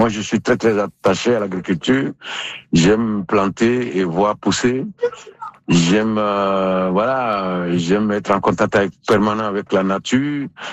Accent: Côte d’Ivoire; Les gens m'ont demandé d'où je viens, j'ai dit Côte d'Ivoire, ils ne savaient pas où était la Côte d'Ivoire. Mais quand je dis je viens du même pays

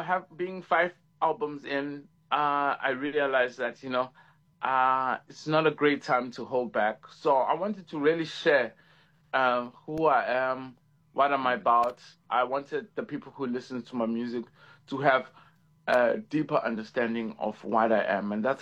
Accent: South Africa; I think I'm trying to live between the two countries and work as a South African artist, both in South Africa and also Paris.

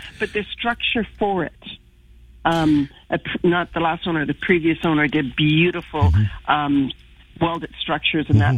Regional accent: British Columbia, Canada; born or raised there

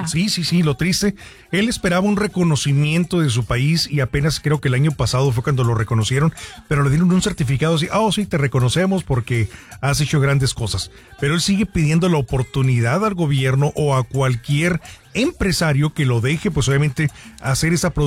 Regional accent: Mexico

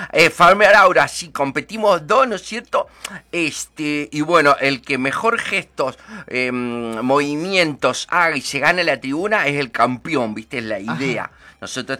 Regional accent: Buenos Aires, Argentina; Sí, pero yo soy de Buenos Aires y bueno...

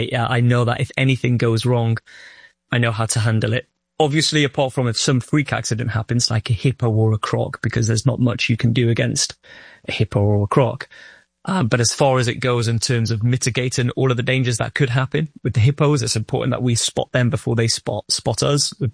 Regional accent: Old Colwyn, Wales, United Kingdom; born or raised there

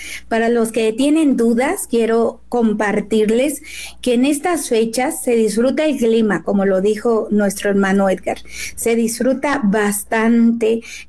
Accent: Guerrero, Mexico; also born or lived in Michoacán; yo soy de Guerrero. Entonces, nacida en Michoacán, pero criada en Guerrero, una tierra donde la misericordia de Dios se manifiesta en cada uno de los que vivimos allá. Mexicana, mexicana de corazón, guerrerense.

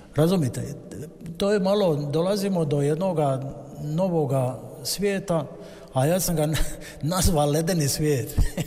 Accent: Croatia; jer ipak ja sam Hrvat, tako se osjećam, nisam u Španjolskoj, nisam u Argentini, ja se osjećam hrvatski

